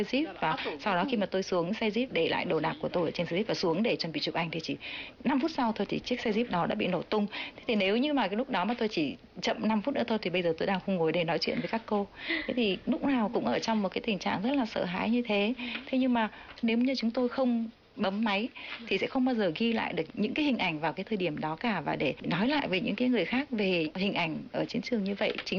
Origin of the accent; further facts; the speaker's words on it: Okinawa, Japan; Vietnamese is a second language; thấy là cố đô Huế có một cái gì rất là giống với thành Surijo, tức là một cái thành của ở Okinawa quê hương tôi.